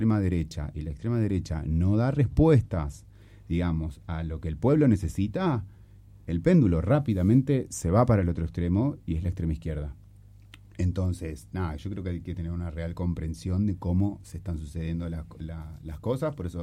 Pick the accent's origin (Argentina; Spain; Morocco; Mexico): Argentina; somos todos argentinos